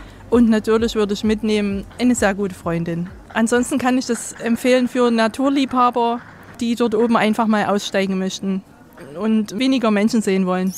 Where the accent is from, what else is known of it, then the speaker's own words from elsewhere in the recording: Limbach-Oberfrohna, Saxony, Germany; ich bin aus Limbach-Oberfrohna und ich freue mich auf das nächste Mal Transke auf Rügen, weil ich das schon seit 20, 30 Jahren kenne.